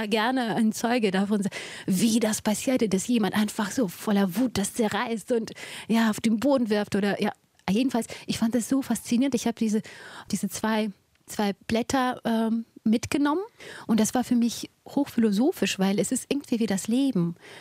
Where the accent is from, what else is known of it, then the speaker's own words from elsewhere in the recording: Ukraine; moved away as an adult; now in Germany; Ich bin in der Ukraine geborene Judin und bin mit 19 nach Deutschland gekommen.